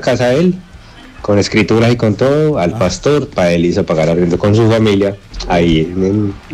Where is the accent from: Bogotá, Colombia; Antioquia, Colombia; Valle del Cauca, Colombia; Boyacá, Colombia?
Antioquia, Colombia; Puente Iglesias; born there; now in Medellín, Colombia; De la tierrita donde yo soy, de Puente Iglesias, ahí yendo para Tamesis.